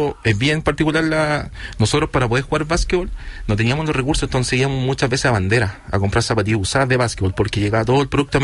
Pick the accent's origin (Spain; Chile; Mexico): Chile; San Bernardo, Santiago Metropolitan; San Bernardo.